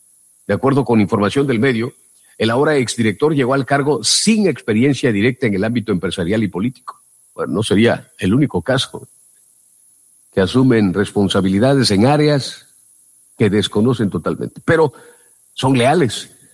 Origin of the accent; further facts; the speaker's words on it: Mexico; nuestro dinero como mexicanos.